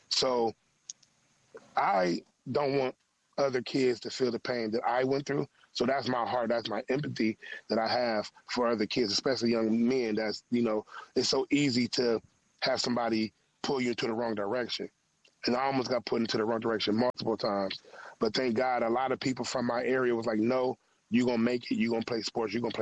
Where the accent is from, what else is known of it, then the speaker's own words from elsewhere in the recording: Cleveland, Ohio, United States; I felt a lot of pain growing up in Cleveland, Ohio.